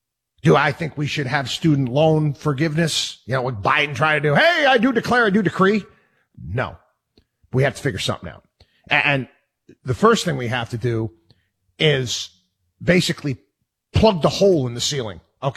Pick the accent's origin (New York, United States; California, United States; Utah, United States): New York, United States; Albany; I grew up in Albany, New York. I couldn't wait to get the blank out of there, for crying out loud.